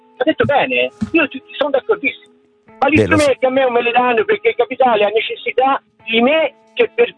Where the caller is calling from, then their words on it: Santa Croce sull'Arno, Tuscany, Italy; Allora, io sto a Santa Croce.